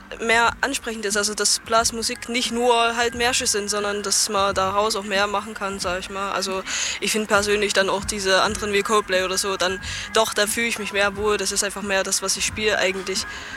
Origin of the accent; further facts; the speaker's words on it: Drehbach, Saxony, Germany; Ich komme aus Drehbach und ich spiele Schlagzeug oder auch Percussion, eigentlich beides.